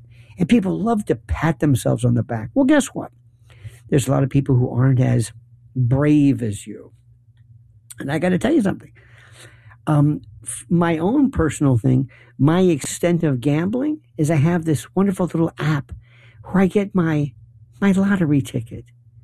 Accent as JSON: {"language": "English", "country": "United States", "said": "as an American"}